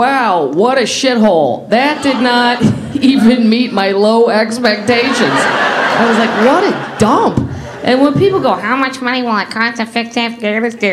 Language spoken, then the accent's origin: English; St. Louis, Missouri, United States; moved away; who here is originally from St. Louis, Missouri? I said, I am.